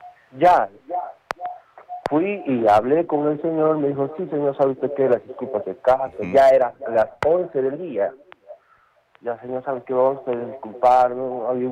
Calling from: Arequipa, Peru; yo como arequipeño tengo que hacer algo usual para todos.

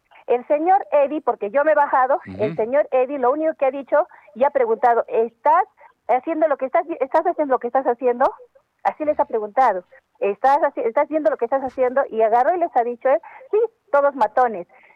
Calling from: Peru; yo vivo en Peregrinos, en el sector 8

